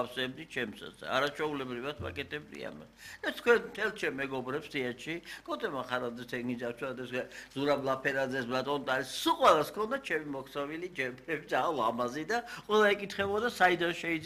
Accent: Mtskheta-Mtianeti, Georgia; ზედით ხევსური ვარ ჯიში და ჯილაგი დერის მხრიდან არც მამის მხრიდან და ცუდი იმის იქაც არაჩვეულებრივი ხალხია მაგრამ მაინც აქეთ უფრო სადაც გავიზარდე სადაც დავიბადე ის უფრო არის ჩემში ღრმად

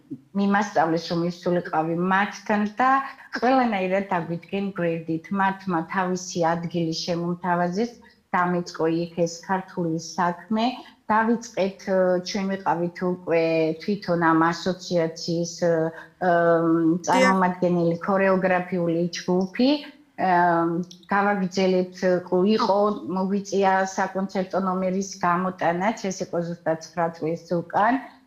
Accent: Guria, Georgia; now in Paris, France; ჩვენ გურულები ვართ

